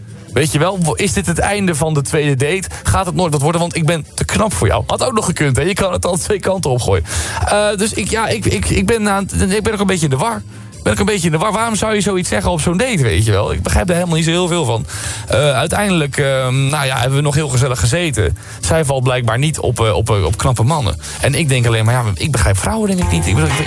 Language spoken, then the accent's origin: Dutch; Utrecht, Netherlands; Zelf kom ik uit Utrecht.